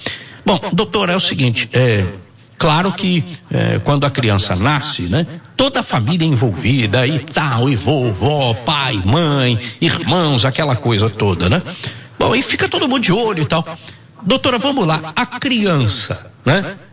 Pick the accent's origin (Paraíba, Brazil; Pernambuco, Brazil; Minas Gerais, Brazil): Minas Gerais, Brazil; born there; moved away; lá em Minas Gerais, onde eu nasci